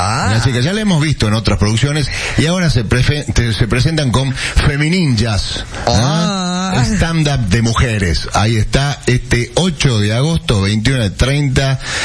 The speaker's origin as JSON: {"language": "Spanish", "region": "Salta", "country": "Argentina", "tie": "born or raised there", "said": "Yo soy nacido, criado, también soy muy salteño, no se me ve así, pero soy muy salteño."}